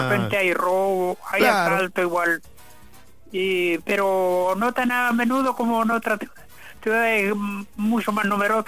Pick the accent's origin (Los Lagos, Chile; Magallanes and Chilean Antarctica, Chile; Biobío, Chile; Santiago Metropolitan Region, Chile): Biobío, Chile; Los Álamos; born there; now in Lebu, Chile; yo nací en la comuna de Los Álamos, la vecina comuna de Los Álamos, ya. Pero hacen 60 y tantos años que estoy en Lebu.